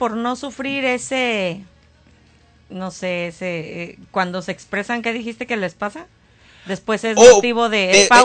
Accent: Mexico City, Mexico; moved away; ¡Ese es mi pueblo!

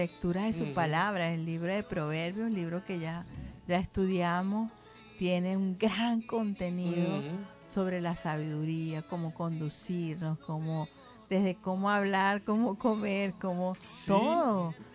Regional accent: Venezuela; Me gustaría orar por mi país, Venezuela.

